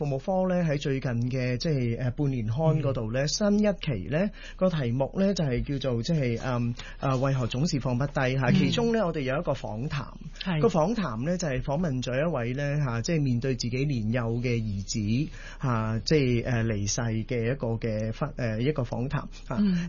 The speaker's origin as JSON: {"language": "Cantonese", "country": "China", "said": "有时候呢我哋中国人呢好兴呢就係咁讲就节哀顺变啊"}